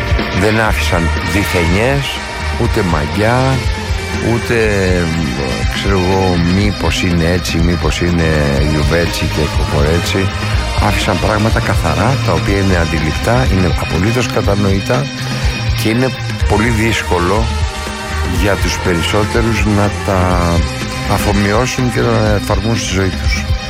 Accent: Greece; ζούμε σήμερα ως Έλληνες στην, σε αυτή την Ελλάδα που ζούμε σήμερα

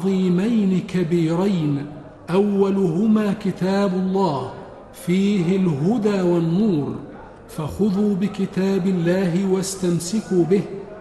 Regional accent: Egypt; بلادنا مصر

